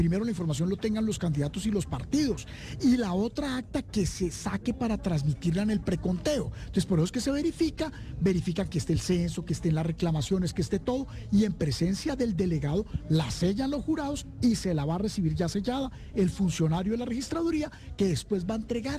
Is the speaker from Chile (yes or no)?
no; Colombia; No le echemos la culpa a la policía, somos nosotros los colombianos, por favor.